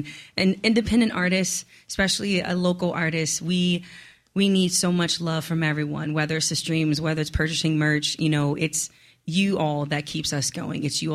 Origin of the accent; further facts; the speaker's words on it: New Orleans, Louisiana, United States; growing up in the Lower Ninth Ward, where my only stress was always about food.